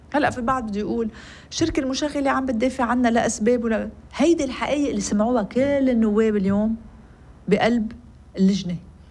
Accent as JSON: {"language": "Arabic", "country": "Lebanon", "said": "نحن كلبنانيين"}